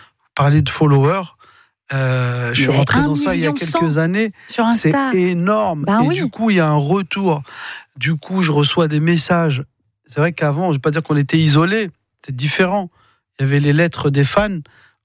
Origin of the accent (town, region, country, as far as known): Mantes-la-Jolie, Île-de-France, France